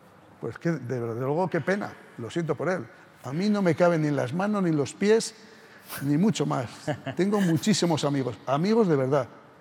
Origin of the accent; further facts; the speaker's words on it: Haro, La Rioja, Spain; mi pueblo es Aro, en La Rioja, fantástico. Se come y se bebe muy bien y hay muy buena gente.